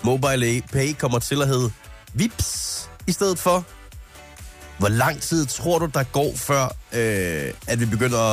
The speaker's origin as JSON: {"language": "Danish", "town": "Tørring", "region": "Central Denmark Region", "country": "Denmark", "tie": "born or raised there", "moved": "yes", "said": "hjemme i gode gamle Tørring, hvor jeg kommer fra"}